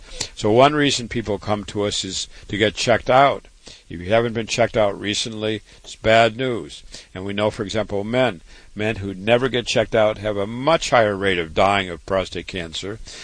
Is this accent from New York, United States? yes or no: no; Waterloo, Iowa, United States; born or raised there